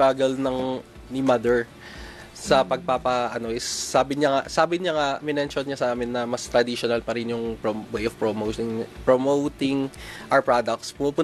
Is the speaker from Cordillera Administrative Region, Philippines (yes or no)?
yes; Cordillera Administrative Region, Philippines; especially dun sa amin sa Ifugao.